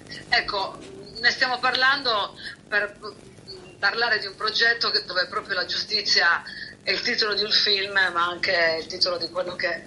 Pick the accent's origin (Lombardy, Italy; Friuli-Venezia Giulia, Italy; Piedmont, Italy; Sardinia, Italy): Sardinia, Italy; Macomer; accent: Macomer; ho dovuto fare il grande sforzo di parlare con l'accento di Alghero, non di Macomè